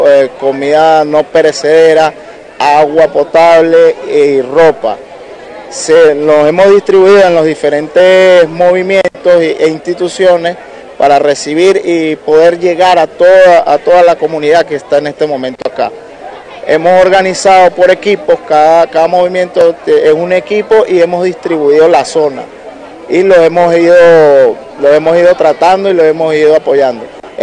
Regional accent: Venezuela

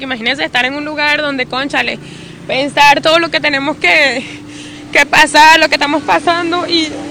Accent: La Guaira, Venezuela; born there; No me voy de mi estado de La Guaira, y no, yo soy de aquí, de La Guaira, y aquí nací, aquí me quedo

